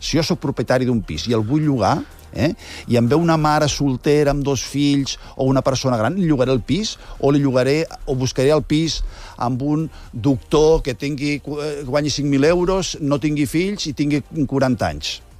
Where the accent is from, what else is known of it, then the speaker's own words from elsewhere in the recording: Barcelona, Catalonia, Spain; els que viu per aquí, som de Barcelona